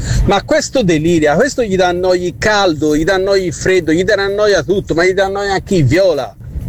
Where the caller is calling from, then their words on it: Florence, Tuscany, Italy; da Firenze.